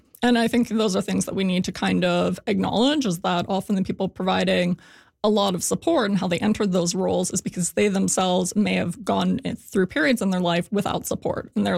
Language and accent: English; Alberta, Canada; I was raised in Alberta, and I was very much interested in kind of DIY punk and anarchist subcultures.